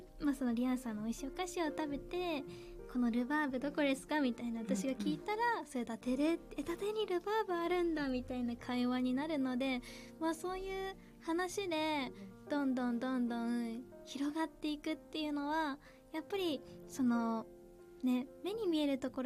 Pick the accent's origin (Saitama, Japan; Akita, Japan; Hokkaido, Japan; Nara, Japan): Hokkaido, Japan